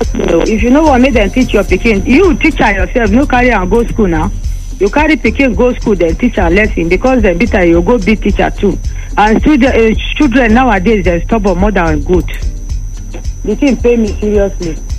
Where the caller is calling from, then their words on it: Kogi, Nigeria; I come from Ugbamaka Iga, Olamamboro local government.